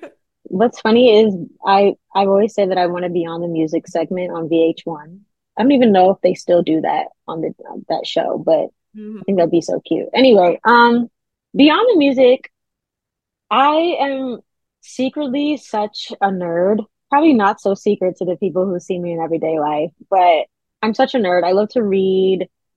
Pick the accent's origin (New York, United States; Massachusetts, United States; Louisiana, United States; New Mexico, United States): New York, United States; Some people might think that it's because I'm from New York originally.